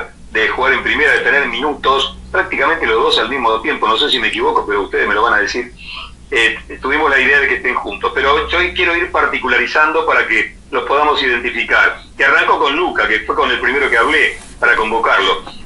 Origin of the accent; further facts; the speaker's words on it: Colonia, Uruguay; Sos del interior, como yo soy del departamento de Colonia